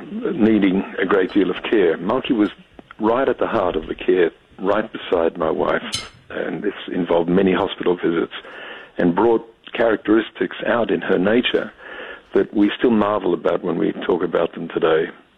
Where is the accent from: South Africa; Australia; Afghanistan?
Australia; now in United States; Some of your listeners might be aware that I don't sound much like an American. That's because I'm an Australian, born in Australia, But my wife's an American